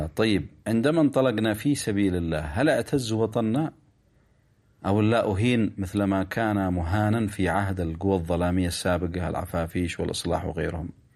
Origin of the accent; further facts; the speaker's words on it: Yemen; كنا كيمنيين مجهولين حتى عند أنفسنا